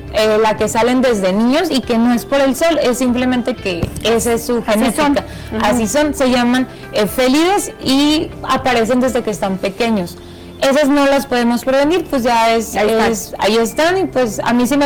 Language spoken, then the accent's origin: Spanish; Mexico; un fototipo 2, 3, que somos acá los mexicanos, pues podemos tener el pelo oscuro, ojo, café o negro, y justo, ¿cómo se dice?, la piel no tan blanca